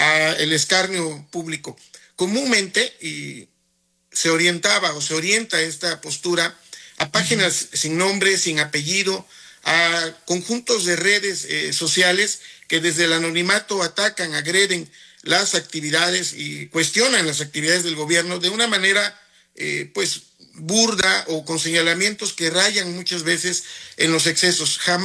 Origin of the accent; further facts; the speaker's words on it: Oaxaca, Mexico; a quien conozco de muchos años, somos oaxaqueños